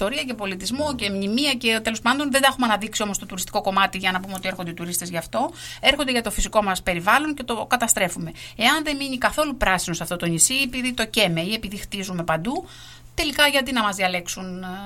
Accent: Zakynthos, Ionian Islands, Greece

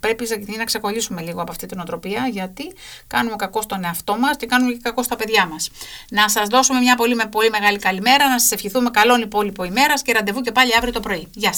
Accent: Zakynthos, Ionian Islands, Greece; Το κάνω για τον τόπο μου όμως.

